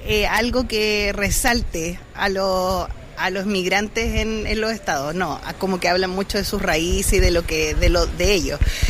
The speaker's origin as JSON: {"language": "Spanish", "country": "Chile", "said": "soy de Chile y estoy de visita en Washington, D.C."}